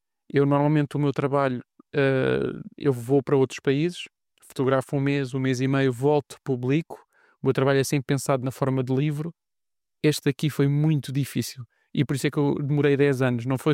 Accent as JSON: {"language": "Portuguese", "region": "Lisbon", "country": "Portugal", "tie": "born there", "moved": "yes", "said": "eu nasci em Lisboa. Lisboa é a minha cidade. Embora eu já não viva, em Lisboa, tive que viver fora."}